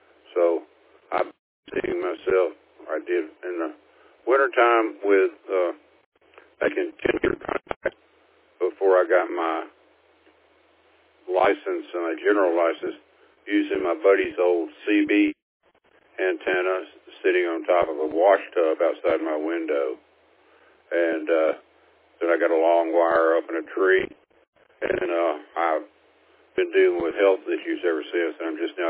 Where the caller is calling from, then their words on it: Robertsdale, Alabama, United States; I was in Robertsdale. I just moved.